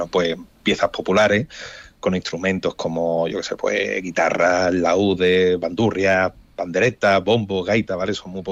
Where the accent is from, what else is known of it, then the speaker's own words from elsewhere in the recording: Andalusia, Spain; nosotros somos andaluces